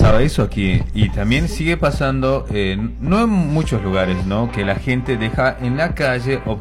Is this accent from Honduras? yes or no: no; Bolivia; now in Argentina; Yo no nací aquí en Argentina, nací en Bolivia.